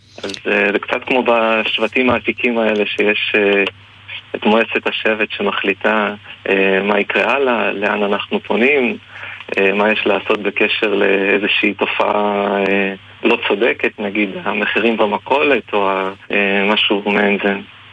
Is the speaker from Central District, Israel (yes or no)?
yes; Lod, Central District, Israel; also born or lived in Russia; אני ככה גדלתי בלוד אחרי שעליתי בגיל 6.